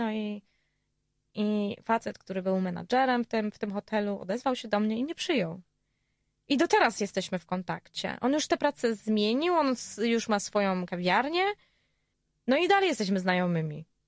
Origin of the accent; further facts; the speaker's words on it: Silesian Voivodeship, Poland; ja jestem ze Śląska